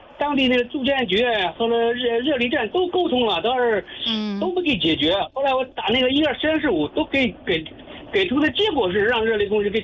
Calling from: Handan, Hebei, China; 河北邯郸临潭县。

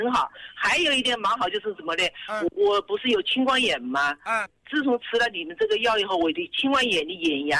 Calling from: Wuhan, Hubei, China; 在桥口，在，因为我的孩子们等于说在军校里面，在军院里面，在我等于说在跟他们带小孩。

